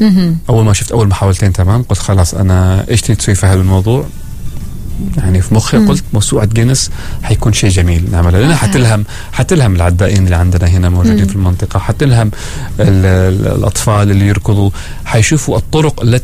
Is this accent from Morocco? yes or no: no; Muscat, Muscat Governorate, Oman; عندنا في مسقط